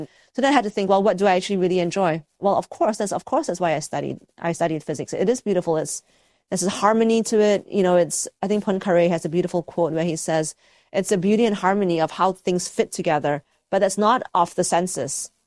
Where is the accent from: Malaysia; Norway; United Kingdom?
Malaysia; So I grew up in Malaysia, and my dad is an engineer